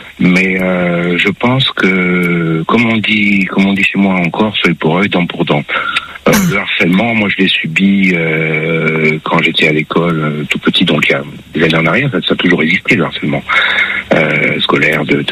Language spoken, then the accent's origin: French; Corsica, France; Je suis corse.